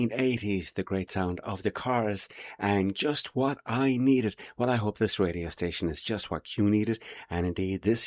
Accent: Limerick, Munster, Ireland; broadcasting from my hometown and city of art of Limerick in Ireland

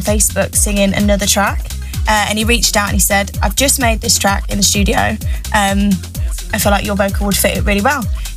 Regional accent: Worcester, West Midlands, United Kingdom; I'm from Worcester.

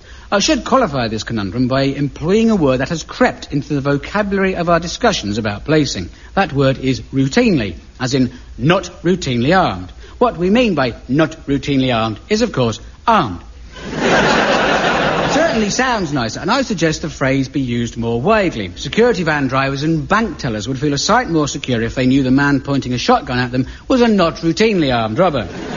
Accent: Aldershot, South East England, United Kingdom; I grew up in the Aldershot area

